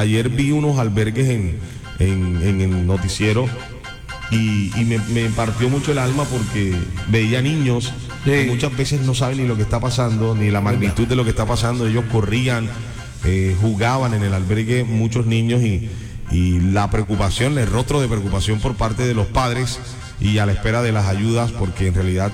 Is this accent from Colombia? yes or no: yes; Colombia; de unirnos como colombianos